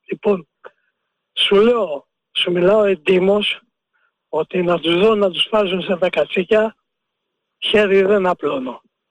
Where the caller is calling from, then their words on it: Greece; γιατί είμαι Έλληνας, γεννημένος Έλληνας.